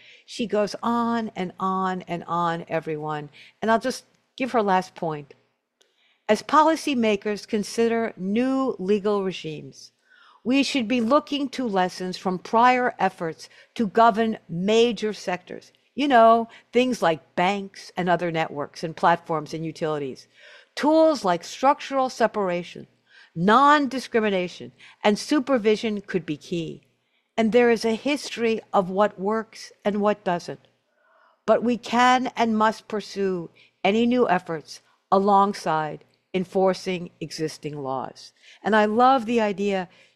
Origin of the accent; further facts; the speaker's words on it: Brooklyn, New York, United States; born there; I was born in Bay Ridge. And where I was born in Bay Ridge, and I'm an old lady, so where I was born in Bay Ridge, there were more Norwegians than in Oslo, Norway.